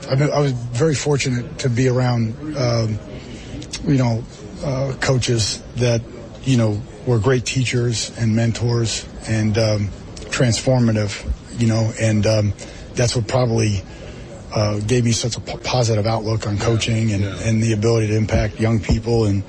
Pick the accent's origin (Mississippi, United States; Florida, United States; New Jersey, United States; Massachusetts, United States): New Jersey, United States; Monmouth County; moved away; I'm originally from Monmouth County, New Jersey. So I grew up on the Jersey Shore.